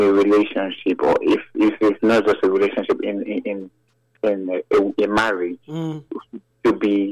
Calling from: Benin City, Edo, Nigeria; from Ugbowa.

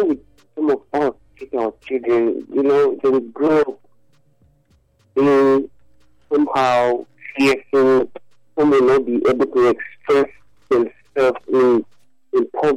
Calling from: Ogbomosho, Oyo, Nigeria; I'm calling from Ogbodosho.

